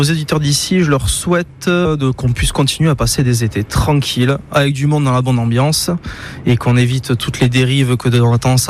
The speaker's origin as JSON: {"language": "French", "town": "Biarritz", "region": "Nouvelle-Aquitaine", "country": "France", "tie": "born or raised there", "lives_now": "Bassussarry, France", "said": "La plage jolie, c'est là où j'ai grandi, je la connais par cœur."}